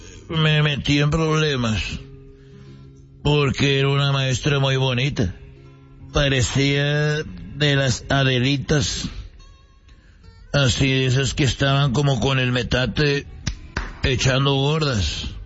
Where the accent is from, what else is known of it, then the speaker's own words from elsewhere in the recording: Jalisco, Mexico; yo me acuerdo que cuando yo iba a la escuela ya en donde yo nací en Jalisco